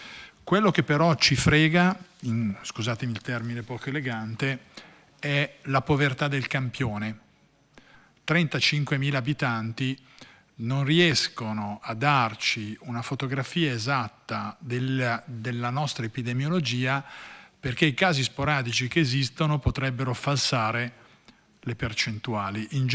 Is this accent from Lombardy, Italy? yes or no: yes; Lombardy, Italy; Sempre da dove vengo io si diceva che lì i tumori rispetto al resto dell'Italia erano numerosissimi.